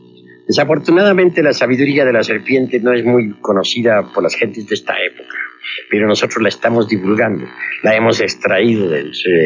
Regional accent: Mexico; Desde México estamos dirigiendo esta corriente. Todos nosotros somos mexicanos.

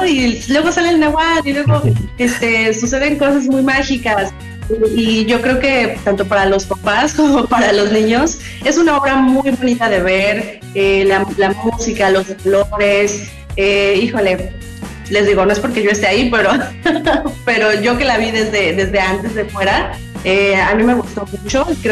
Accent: Morelos, Mexico; born there; moved away; gran parte de mi infancia, viví en Morelos y entonces yo tenía una casa bastante grande, teníamos un jardín muy, muy grande

